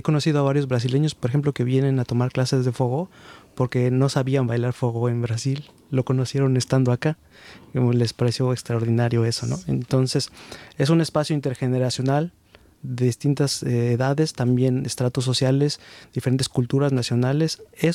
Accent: Mexico; now in Germany; mi identidad como mexicano

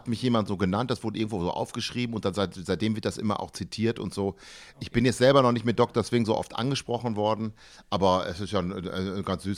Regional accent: Germany; Ich bin in Deutschland groß geworden, bin Deutscher.

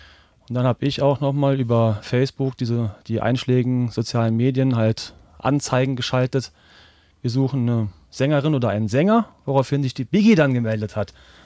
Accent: Reutlingen, Baden-Württemberg, Germany; Wir kommen räumlich, sag mal, aus dem Großraum Reutlingen auch und Tübingen, ja.

